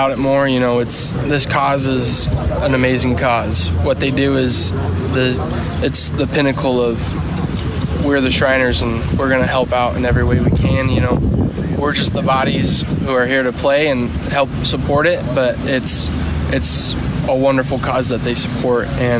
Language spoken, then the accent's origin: English; Lexington, United States; It's no matter what happens, we're always going to persevere through it, and we're going to show what Lexington's made of.